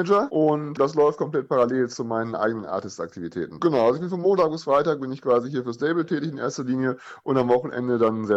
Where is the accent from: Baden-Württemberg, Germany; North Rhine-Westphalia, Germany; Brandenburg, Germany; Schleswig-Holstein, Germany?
North Rhine-Westphalia, Germany; und auch in meiner Heimatregion OWL bin ich im September nochmal beim Vapel Beats Closing.